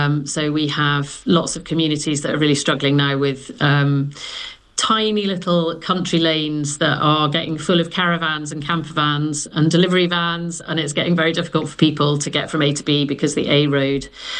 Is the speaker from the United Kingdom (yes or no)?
yes; Wantage, South East England, United Kingdom; born there; I've moved around a lot since I was born in Wantage